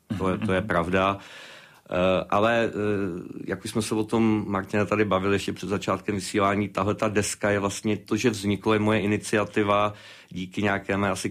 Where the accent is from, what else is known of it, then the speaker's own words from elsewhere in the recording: Heřmanův Městec, Pardubice Region, Czechia; kde máme oba dva vlastně původní rodiště. Já jsem z Chrudimi, vlastně z Hrzmanova městce.